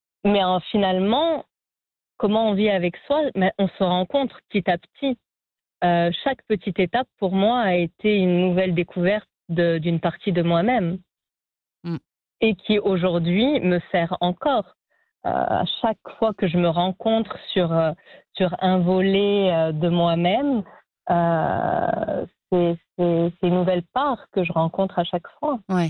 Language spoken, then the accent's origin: French; Annecy, Auvergne-Rhône-Alpes, France; moved away; En plus, je venais de France, oui, mais d'Annecy